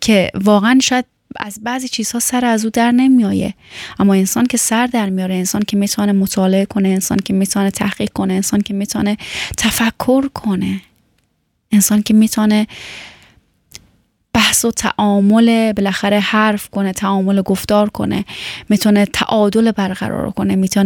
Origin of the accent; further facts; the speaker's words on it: Afghanistan; چون وقتی که میگی من از افغانستان هستم، هموطنای تو انقدر گل کاشتن که تو دیگه جایی نمیبینی که حرف بزنی